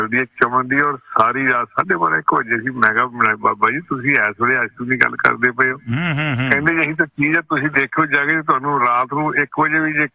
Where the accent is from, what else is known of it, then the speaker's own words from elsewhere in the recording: Amritsar, Punjab, India; ਪਰ ਅਸੀਂ ਅੰਮ੍ਰਿਤਸਰ ਦੇ ਰਹਿਣ ਵਾਲੇ ਸਾਨੂੰ ਪਤਾ ਅੰਮ੍ਰਿਤਸਰ ਕੁਲਚੇ ਦਾ ਸਵਾਦ ਕੀ ਹੁੰਦਾ